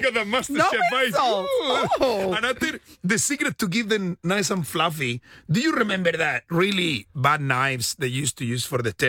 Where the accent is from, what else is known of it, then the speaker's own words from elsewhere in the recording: Australia; I'm Australian citizen, I promise. I got my papers.